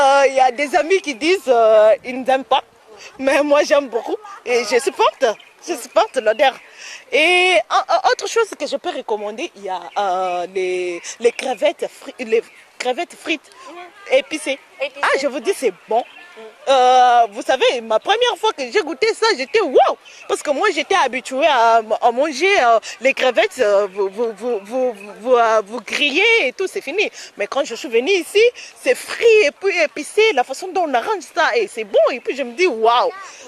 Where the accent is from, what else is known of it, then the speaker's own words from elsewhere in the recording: DR Congo; moved away as an adult; now in Changsha, China; je viens de la République démocratique du Congo.